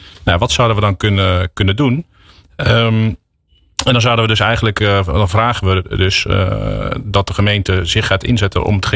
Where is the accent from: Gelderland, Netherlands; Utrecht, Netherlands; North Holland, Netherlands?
Gelderland, Netherlands; Doetinchem; born there; moved away; also born or lived in near Arnhem